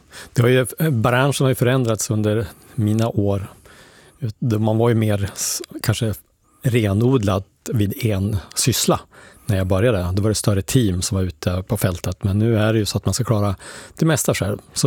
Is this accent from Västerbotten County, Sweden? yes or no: yes; Lycksele, Västerbotten County, Sweden; born there; also born or lived in Stockholm; now in Sundsvall, Sweden; jag är född uppe i Lycksele i Västerbotten, där jag levde första tiden i livet.